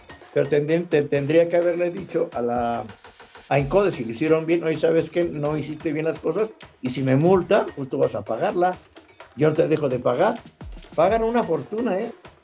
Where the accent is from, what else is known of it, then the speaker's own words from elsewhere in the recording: Atlacomulco, State of Mexico, Mexico; Yo soy de Atlacomulco de favela, se llama de Atlacomulco favela.